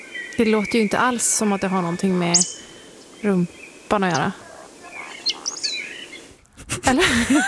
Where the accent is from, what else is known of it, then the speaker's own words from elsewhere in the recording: Skellefteå, Västerbotten County, Sweden; moved away; Det finns inte så jättemycket koltrastar där jag kommer från i Skellefteå. Så det blev jag väldigt fascinerad över när jag flyttade söderut.